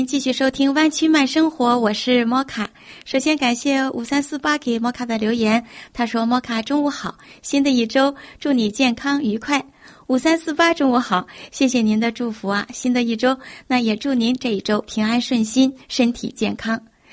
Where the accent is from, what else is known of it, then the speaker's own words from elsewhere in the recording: Dalian, Liaoning, China; now in Japan; 很喜欢这个地方，因为我的老家是在大连，它从纬度上看，青森跟大连的纬度很接近。